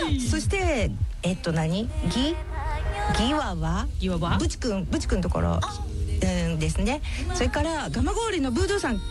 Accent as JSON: {"language": "Japanese", "town": "Okazaki", "region": "Aichi", "country": "Japan", "tie": "born or raised there", "lives_now": "Tokyo, Japan", "said": "現在は東京拠点に活動していますが、この度久しぶりに地元岡崎で歌わせていただくこととなりました。"}